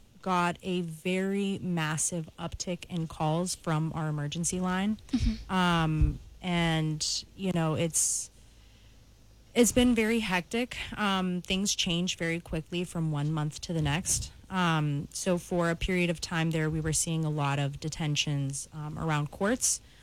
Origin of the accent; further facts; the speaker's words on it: Virginia, United States; now in Pittsburgh, United States; I'm Latina and I come from a family of immigrants. And my parents, well, I was born and raised in Virginia. We moved up here to Pittsburgh around that time.